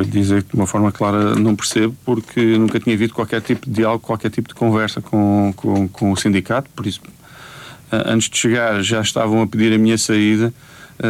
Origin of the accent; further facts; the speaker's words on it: Portugal; dos nossos, que nós, como portugueses, pagamos.